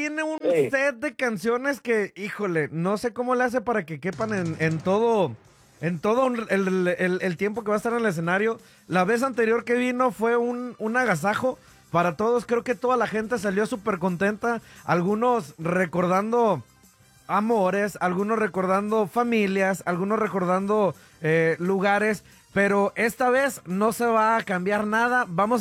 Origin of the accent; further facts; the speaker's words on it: León, Guanajuato, Mexico; now in Phoenix, United States; Yo soy de León, Guanajuato, y allá no tuvimos la oportunidad de ir, pero aquí en Phoenix, Arizona, tuvimos la oportunidad de ir.